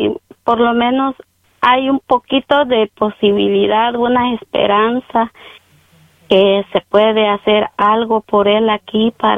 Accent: Guatemala; No, él es de otro país, él es de Salvador y yo soy de Guatemala.

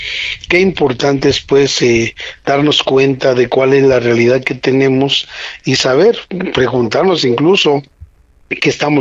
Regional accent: Mexico; los mexicanos

